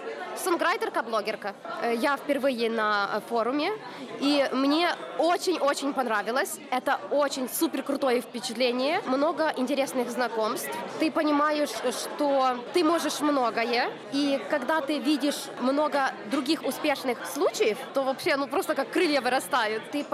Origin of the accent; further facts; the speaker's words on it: Minsk, Belarus; я из Минска.